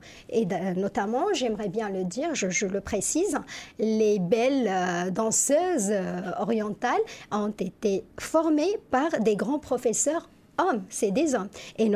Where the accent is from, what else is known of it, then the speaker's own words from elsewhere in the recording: Casablanca, Casablanca-Settat, Morocco; now in Bergerac, France; Je viens de Casablanca. Et aujourd'hui, à Bergerac, j'enseigne la danse orientale.